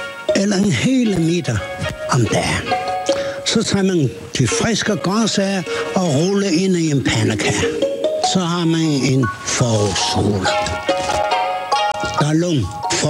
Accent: China; now in Denmark; Hjemme i Kina, når foråret rigtig kommer, så springer blomsterne ud, og alle grøntsagerne spirer.

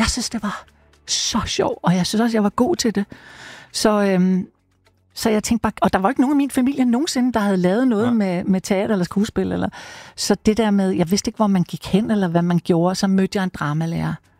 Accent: Skovlunde, Capital Region of Denmark, Denmark; I Skovlunde.

